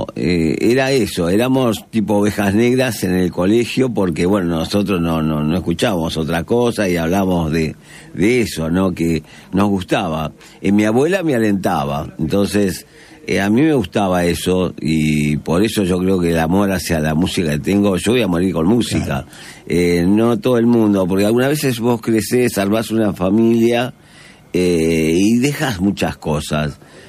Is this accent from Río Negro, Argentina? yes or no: no; Buenos Aires, Argentina; yo me crié en Once, mi barrio, Once Almagro